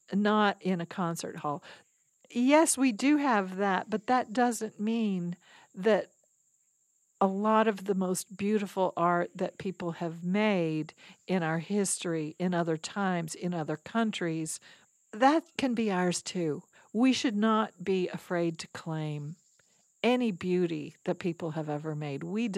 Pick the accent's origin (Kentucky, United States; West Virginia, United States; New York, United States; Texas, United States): Kentucky, United States; Lexington was an hour and a world away from where I grew up in Kentucky.